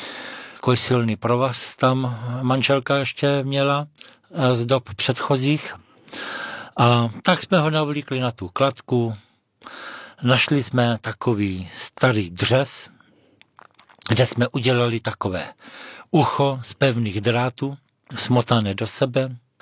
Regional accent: Vysočina Region, Czechia; přišel jsem na Moravu, přestěhoval jsem se z Vysočiny na Prostějovsko

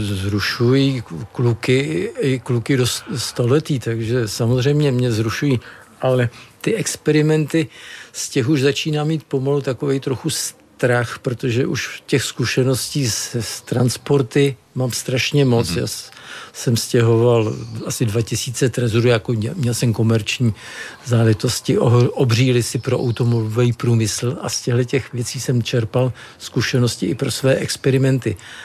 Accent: Strakonice, South Bohemian Region, Czechia; Tak jsem vyrostl ve Strakonicích v podstatě 300 metrů odtud je nemocnice, kde jsem se narodil, na druhou stranu 300 metrů je dům, kde jsem s rodiči do 20 let žil.

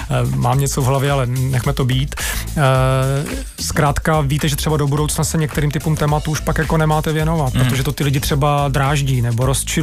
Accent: Moravia, Czechia; now in Prague, Czechia; Já třeba, že pocházím z Moravy, když tam prostě přijedu do těch vesniček trochu konzervativnějších

